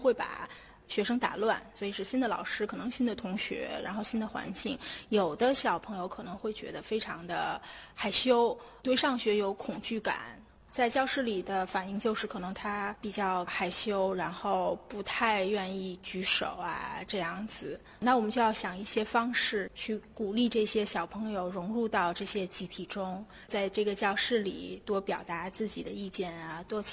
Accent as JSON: {"language": "Chinese", "country": "China"}